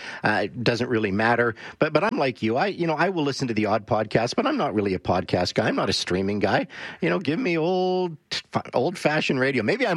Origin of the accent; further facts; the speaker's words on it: Pouce Coupe, British Columbia, Canada; moved away; I remember growing up in Pouskoupe, you know, very close to Dawson Creek